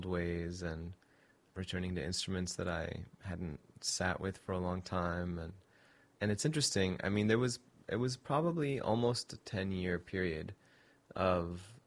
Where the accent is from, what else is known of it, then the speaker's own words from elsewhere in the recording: Saudi Arabia; I grew up with them in Saudi Arabia and came up, learned music, playing with them and hanging out.